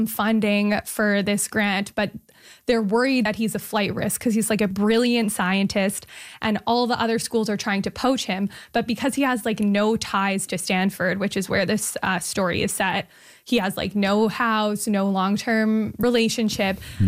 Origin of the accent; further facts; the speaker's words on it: Montreal, Quebec, Canada; to my hometown.